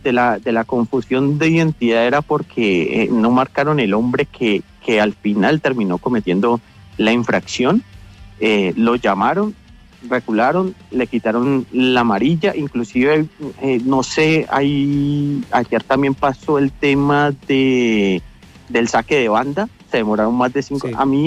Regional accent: Cali, Valle del Cauca, Colombia; yo soy de Cali

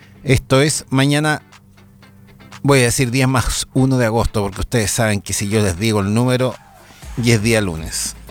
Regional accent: Chile; el que nos interesa como chilenos

